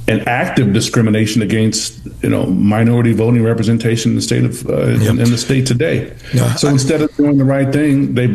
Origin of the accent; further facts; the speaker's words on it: Indiana, United States; And, you know, I'm from Indiana. You know, I was raised by my grandmother